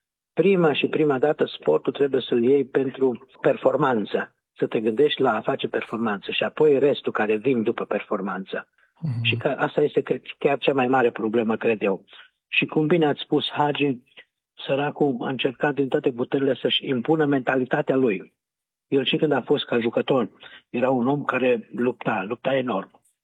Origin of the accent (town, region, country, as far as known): Romania